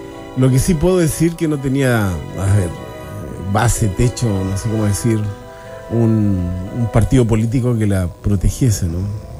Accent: Chile

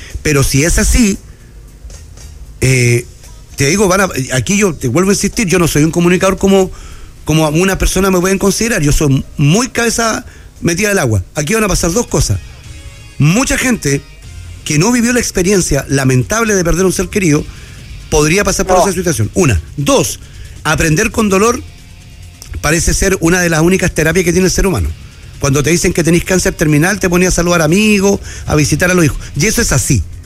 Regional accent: Antofagasta, Chile; Los que somos de Antofagasta y vivimos lamentablemente el 91, lo sabemos.

